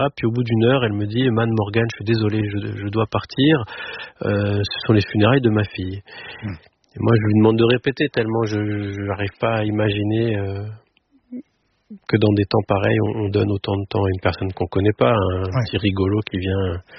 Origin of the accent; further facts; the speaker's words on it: Paris, Île-de-France, France; ma grand-mère est bretonne, son grand-père était marin-pêcheur, il avait son bateau, et en tant que petit parisien